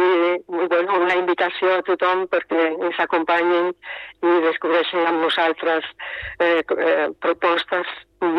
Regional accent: Galicia, Spain; Catalan is a second language; now in Barcelona, Spain; parlo una mica difícil, una mica català, però parlo, i sí, sí, bueno, soc en gallega, però bueno, considero de Barcelona perquè porto molts anys aquí.

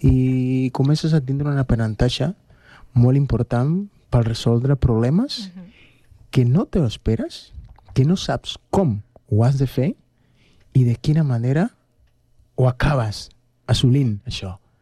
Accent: Cuba; venim de Cuba. A Cuba hem viscut moltes coses

